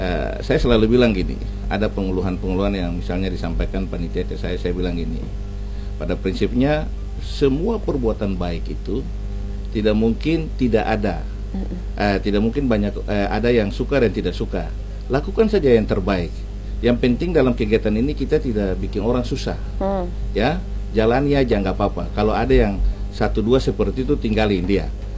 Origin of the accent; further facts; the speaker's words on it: Ambon, Maluku, Indonesia; kita pernah buat festival yang buatannya di kampung saya di Hutumuri.